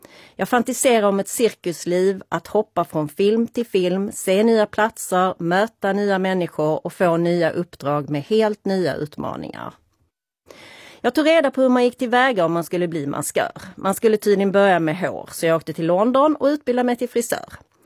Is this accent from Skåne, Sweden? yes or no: yes; Malmö, Skåne, Sweden; Jag är uppvuxen i Malmö med en pappa som var bankdirektör och en mamma som var tandtekniker och en lillebror.